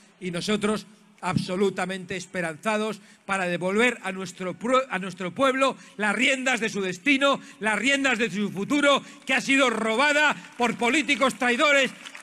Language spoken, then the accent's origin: Spanish; Basque Country, Spain; En mi tierra vasca